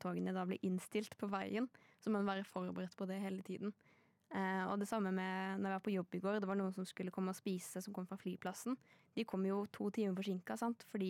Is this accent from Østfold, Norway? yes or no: no; Arendal, Agder, Norway; now in Eastern Norway; det var sol hjemme i Arendal.